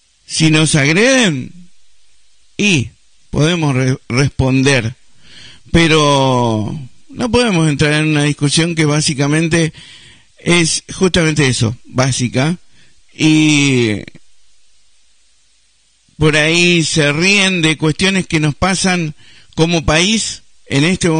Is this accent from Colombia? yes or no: no; Argentina